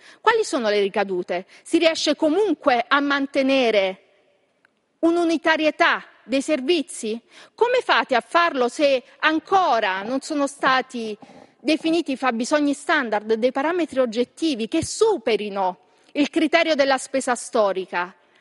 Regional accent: Southern Italy, Italy; io sono una fiera figlia del sud, della mia terra, del mezzogiorno, io sono una fiera figlia della mia terra e lo rivendico con orgoglio

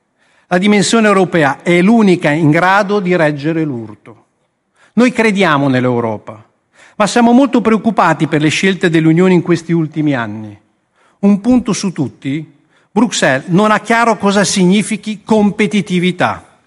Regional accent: the ceramic district, Emilia-Romagna, Italy; Prendiamo il distretto della ceramica, una realtà che conosco bene perché è la mia terra.

